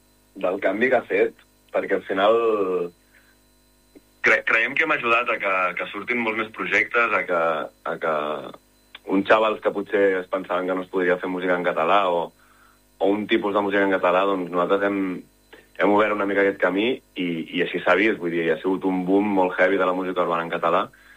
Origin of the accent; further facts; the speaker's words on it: Sabadell, Catalonia, Spain; first language Catalan; som de Sabadell